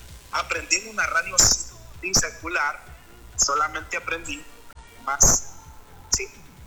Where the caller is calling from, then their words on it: Honduras; soy de Honduras, hermano.